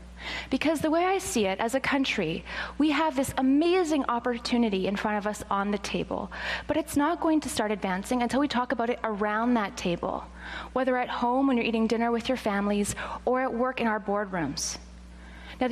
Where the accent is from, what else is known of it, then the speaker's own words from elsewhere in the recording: Canada; born there; moved away as an adult; now in Toronto, Canada; I grew up in a primarily Indigenous community